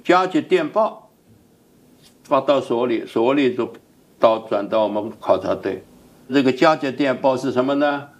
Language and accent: Chinese; China